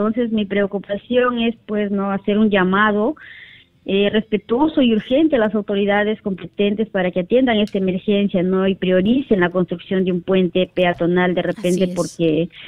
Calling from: Bagua province, Amazonas, Peru; soy la directora de la institución educativa 16729 de la comunidad nativa de Guaguas, provincia de Bagua, región Amazonas.

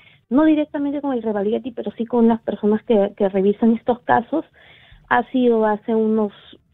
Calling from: Lima, Peru; Llamo desde Lima.

